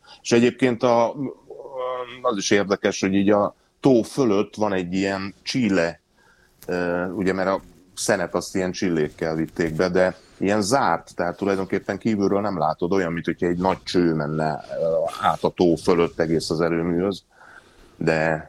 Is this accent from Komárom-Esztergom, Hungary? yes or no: yes; Oroszlány, Komárom-Esztergom, Hungary; born there; also born or lived in Bokod; ugye én Oroszlányban születtem, és utána Bokodon laktunk egy talán 4 éves koromig